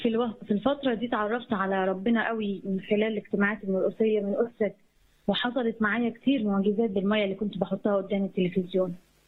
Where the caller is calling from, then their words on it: Egypt; أنا مكالمة من مصر